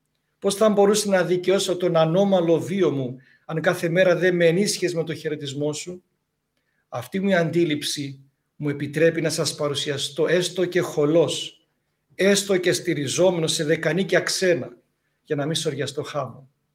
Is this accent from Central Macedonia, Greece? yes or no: yes; Thessaloniki, Central Macedonia, Greece; Και θα τελειώσουμε, παππούλη μου, αφού είμαστε και από τη Θεσσαλονίκη, με ένα μικρό κειμενάκι του σοφού, του μακαριστού Νίκου Πεντζίκη.